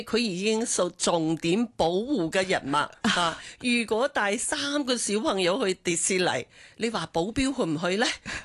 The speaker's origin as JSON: {"language": "Cantonese", "town": "Harbin", "region": "Heilongjiang", "country": "China", "lives_now": "Hong Kong", "said": "系啦系啦，我嚟自哈尔滨。"}